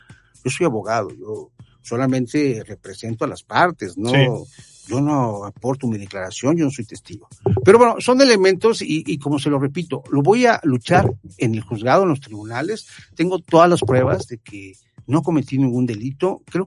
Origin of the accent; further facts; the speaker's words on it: Xalapa, Veracruz, Mexico; born there; yo tengo 35 años. Nací en Jalapa